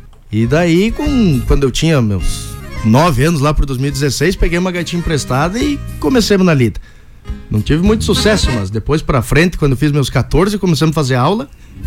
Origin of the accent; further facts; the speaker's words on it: Ciríaco, Rio Grande do Sul, Brazil; also born or lived in David Canabarro; eu nasci aqui em Davi Canabarro, ali no Hospital São José, numa manhã de sábado. A gente sempre fala, o lugar que a gente mora, né? Tem um carinho enorme por Davi, mas sou do Siriaco, vamos dizer aqui.